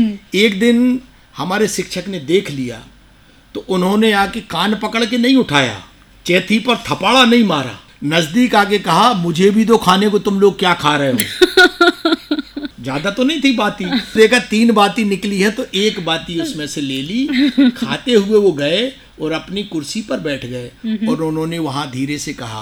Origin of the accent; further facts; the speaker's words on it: Kareli, Madhya Pradesh, India; मैं करेली का रहने वाला हूँ, नरसिंहपुर जिले में आता है, वहाँ से 120 किलोमीटर दूर सागर था